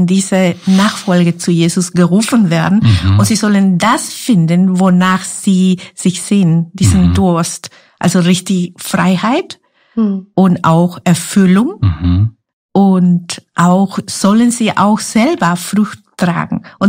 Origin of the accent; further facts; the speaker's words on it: Guatemala; first language Spanish; German is a second language; now in Germany; Ich bin ja aus Guatemala und meine Muttersprache ist Spanisch.